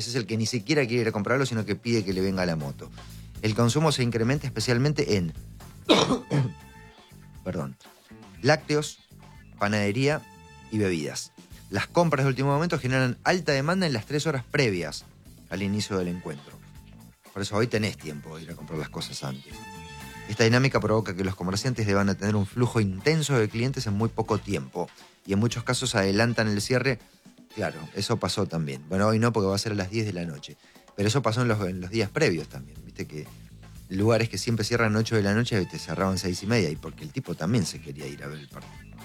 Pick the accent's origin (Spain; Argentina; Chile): Argentina; cómo somos los argentinos con estas cosas